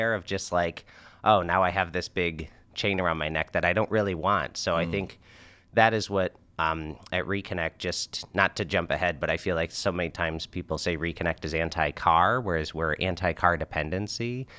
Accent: Webster, New York, United States; I grew up in Webster, New York, and, you know, Webster is generally pretty sprawled out and car-centric

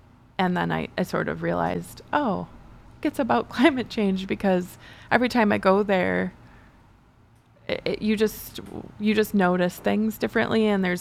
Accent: Buffalo, New York, United States; But I grew up in Buffalo, so it's extra cool for me to see stuff like that.

